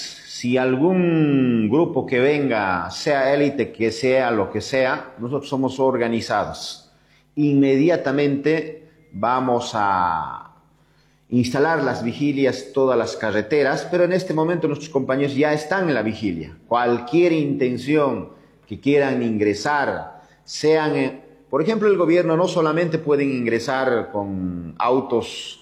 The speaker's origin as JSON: {"language": "Spanish", "country": "Bolivia", "said": "estamos esperando como pueblo boliviano"}